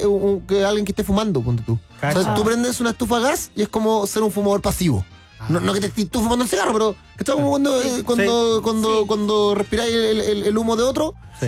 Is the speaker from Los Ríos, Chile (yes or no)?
no; Concepción, Biobío, Chile; Y la leña, mira, lo que pasa con la leña, yo soy del sur, de Concepción.